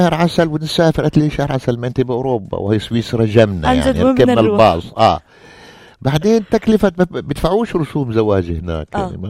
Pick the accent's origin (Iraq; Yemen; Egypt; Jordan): Jordan; moved away; أنا مسلم من الأردن